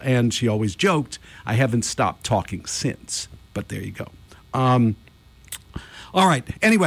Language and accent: English; Cincinnati, Ohio, United States; also born or lived in Allentown, Pennsylvania; I wasn't born in Cincinnati, but I grew up in Cincinnati. When people ask me where I'm from, I say Cincinnati just because. Do I remember Allentown, Pennsylvania at all? No.